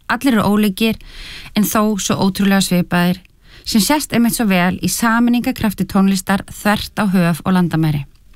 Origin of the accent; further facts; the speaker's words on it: Reykjavík, Capital Region, Iceland; Ég alinn upp í Ártunsholtinu í Reykjavík, en á líka sterka taugar austur á Reyðafjörð.